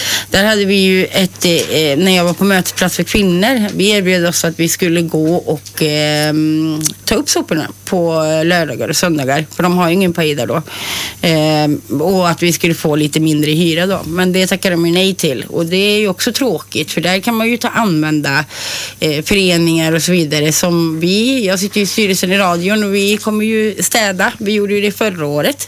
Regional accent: Trollhättan, Västra Götaland County, Sweden; jag är uppvuxen i Kronogården

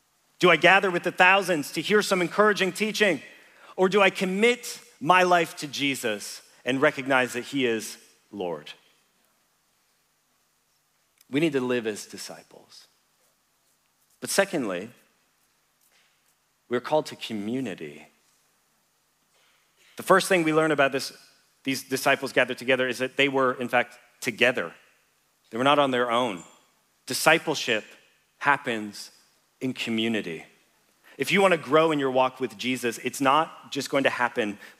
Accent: Canada; For me as a Canadian, I'm just like, I'm in the middle of Nowhereville, Sweden.

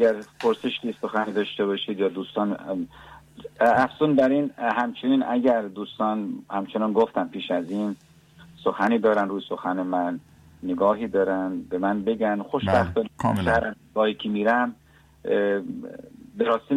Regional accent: Iran; چرا؟ برای که ما همون ایرانی هستیم، میخوایم ایرانمون آباد کنیم.

